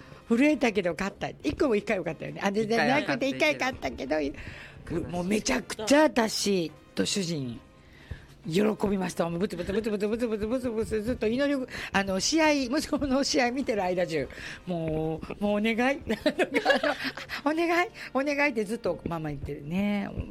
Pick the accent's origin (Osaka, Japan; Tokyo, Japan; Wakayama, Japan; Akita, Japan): Osaka, Japan; 私も大阪人なので